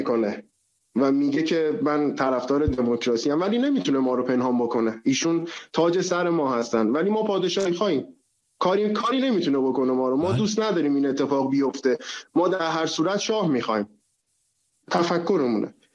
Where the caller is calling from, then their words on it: Tehran, Tehran Province, Iran; از تهران هستم